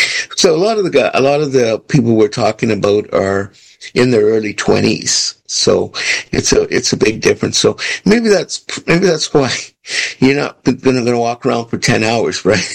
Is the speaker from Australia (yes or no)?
no; Toronto, Ontario, Canada; When I was growing up in Toronto, we were very poor, and my mom brought us up single parent.